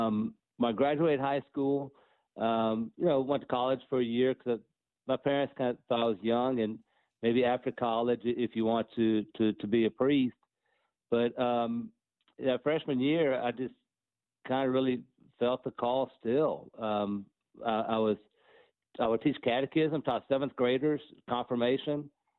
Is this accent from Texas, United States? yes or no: yes; Texas, United States; also born or lived in Coral Gables, Florida; And I grew up in Texas, and you know, we moved to Texas in 1971. I was 8 years old, went to Catholic school there. St. Cecilia was a school.